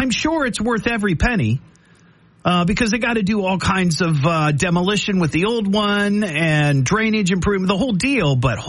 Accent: Beavercreek, Ohio, United States; my hometown, Beaver Creek.

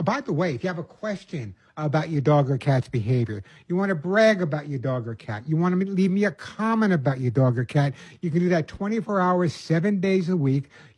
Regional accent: Long Island, New York, United States; now in Arizona, United States; I'm from Long Island.

